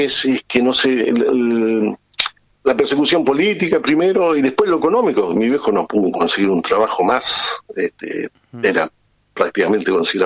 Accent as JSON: {"language": "Spanish", "country": "Chile", "moved": "yes", "lives_now": "Argentina", "said": "yo soy chileno, pero también soy argentino. Me considero así, personalmente, íntimamente, además, con dos patrias."}